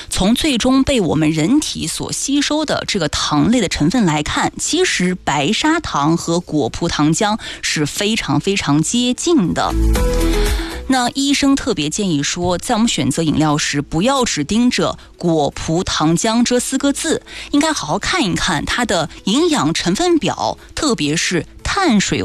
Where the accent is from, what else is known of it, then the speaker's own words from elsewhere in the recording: Jiangsu and Zhejiang, China; 我们江浙人都特别喜欢吃糖醋红烧口的哈